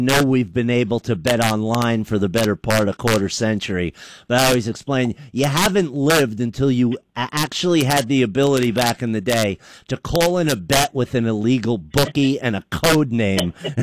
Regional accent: New Jersey, United States; I'm from North Jersey. I'm old enough to have been around when the Knicks won championships

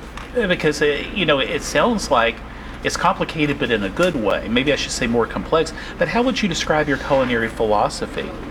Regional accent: Atlanta, Georgia, United States; now in Virginia, United States; I grew up in Atlanta. I've lived in Virginia now for going on 40 years, so this is really home.

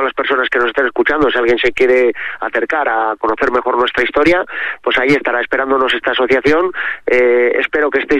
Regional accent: Vitoria-Gasteiz, Basque Country, Spain; yo soy de Vitoria.

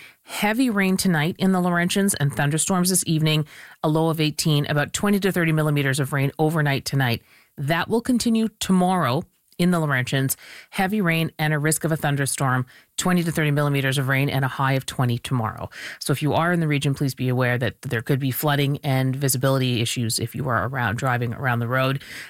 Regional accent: India; now in Canada; well, that's because I'm Indian and any Indian will tell you that.

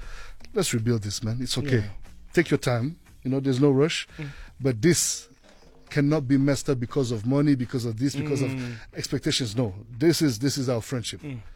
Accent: Bria, Haute-Kotto, Central African Republic; moved away; But I grew up in Bria, which is 600 kilometers away from the capital city, Bangui, where we were kind of like the only light-skinned or white people in the area.

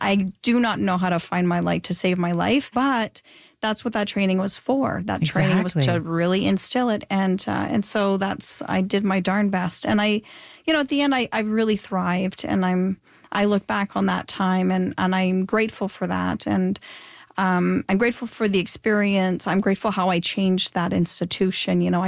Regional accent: Northern Canada, Canada; moved away; I come from the North, no theater training, no dance training, no piano, no nothing, no singing lessons.

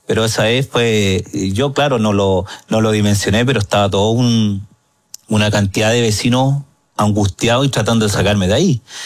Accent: Cerrillos, Santiago Metropolitan Region, Chile; yo soy nacido y criado en Cerrillos. Nací en el sector de Plaza Arica, en un sector San Martín que se llama.

